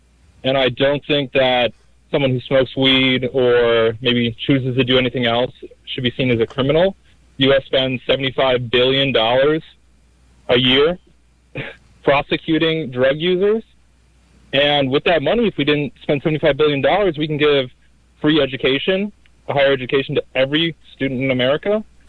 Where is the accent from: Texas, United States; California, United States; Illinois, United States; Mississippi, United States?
Illinois, United States; Chicago; I'm from Chicago, Illinois.